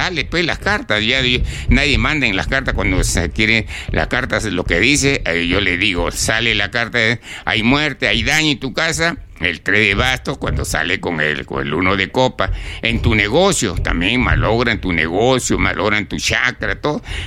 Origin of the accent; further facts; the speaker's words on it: Chiclayo, Lambayeque, Peru; moved away; de allá de mi tierra, Chiclayo